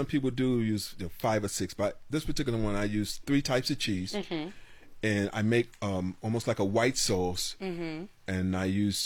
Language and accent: English; Pretoria, Gauteng, South Africa; And I came from Pretoria.